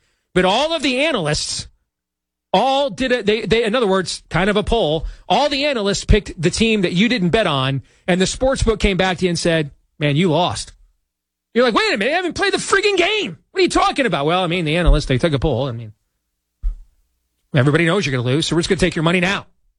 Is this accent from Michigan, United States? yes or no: yes; Michigan, United States; like it wasn't in my home state of Michigan